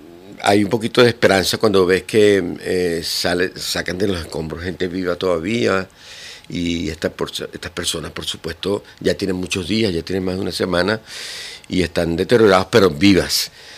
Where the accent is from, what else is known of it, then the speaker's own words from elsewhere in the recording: Venezuela; moved away as an adult; now in Zaragoza, Spain; yo vengo de Venezuela, yo era docente en la Universidad de Estudios Musicales y en el Conservatorio Superior de Música allá.